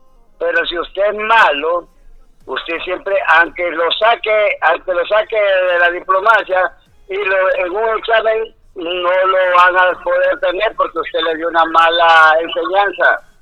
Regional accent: La Ceiba, Atlántida, Honduras; Yo soy de La Ceiba, crecí en La Ceiba y todo, jugué en La Ceiba.

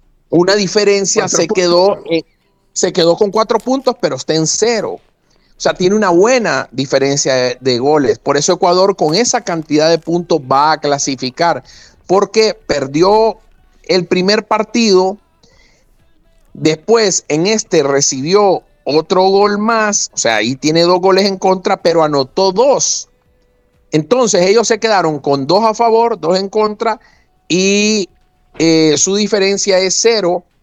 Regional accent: Honduras

